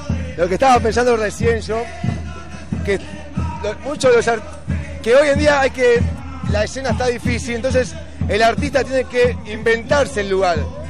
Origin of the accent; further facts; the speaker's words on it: Buenos Aires, Argentina; born there; yo nací en Pompeya y Parque Patricio, somos pegados, somos casi lo mismo.